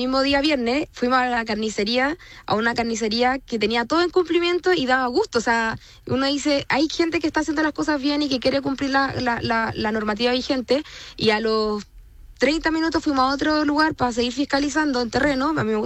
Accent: Chile; hay vectores y hay ciertos microorganismos que no estamos acostumbrados como chilenos a enfrentar

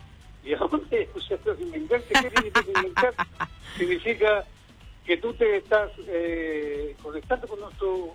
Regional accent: Chile; que para mí es un orgullo, porque soy chileno.

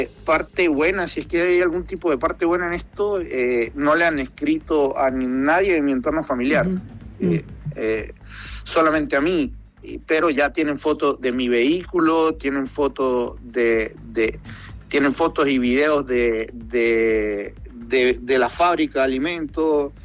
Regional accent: Venezuela; now in Chile; Mira, yo siendo venezolano y entendiendo que alinearse es pagar, nosotros en Venezuela le llamamos vacuna, no sé cuál es el término chileno acá

